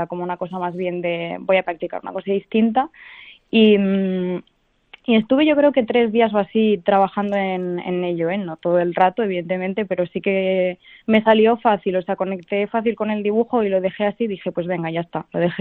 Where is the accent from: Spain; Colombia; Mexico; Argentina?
Spain; Barcelona, Catalonia; Además que yo vengo de Barcelona, que es una ciudad súper grande, que es donde estudié, y aquí las cosas van más lentas